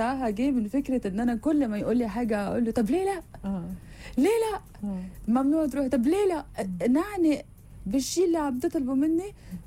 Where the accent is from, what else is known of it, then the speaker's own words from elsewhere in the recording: Lebanon; moved away as an adult; now in Egypt; لسه عندي الاكسنت يعني. لسه ببان ان انا لبنانيه جايه مصر